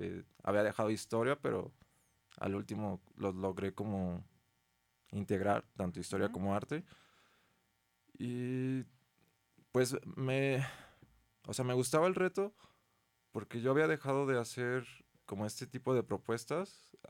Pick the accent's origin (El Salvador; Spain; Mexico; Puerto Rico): Mexico; Zacatecas; also born or lived in Mexico City; La pandemia me hizo regresar a Zacatecas, a mi pueblo. Yo soy de Sustitlán.